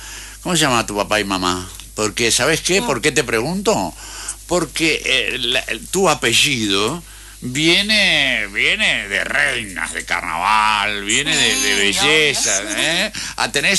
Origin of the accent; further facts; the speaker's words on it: Victoria, Entre Ríos, Argentina; Te agradezco mucho como vitoriense